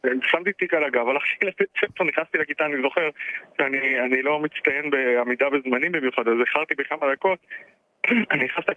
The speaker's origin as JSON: {"language": "Hebrew", "town": "Jerusalem", "region": "Jerusalem District", "country": "Israel", "tie": "born or raised there", "said": "ההורים שלי מלכתחילה בחרו לגדל אותי במקום שזאת הכי לא השכונה הרגילה בארץ, כן? בעיר העתיקה"}